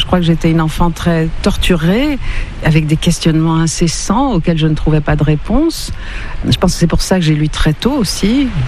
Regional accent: Lorient, Brittany, France; born there; Oui, je suis née en Bretagne.

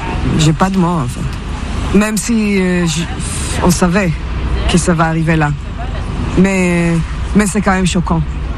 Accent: Haifa, Haifa District, Israel; born there; French is a second language; moved away; Je suis née à Haïfa, c'est genre 3 heures de Beyrouth

